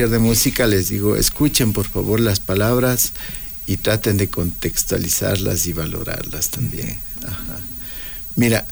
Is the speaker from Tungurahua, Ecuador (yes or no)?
yes; Píllaro, Tungurahua, Ecuador; born there; moved away; el sitio donde yo nací, barrios como Huaynacurí, Porotopungo, La Esperanza, allá en Píllaro